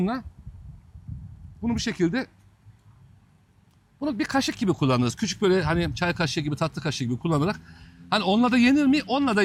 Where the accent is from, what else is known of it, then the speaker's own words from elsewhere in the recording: Bozkır, Konya, Turkey; Ben aynı zamanda Bozkırlıyım. Bizde tahan kültürü var.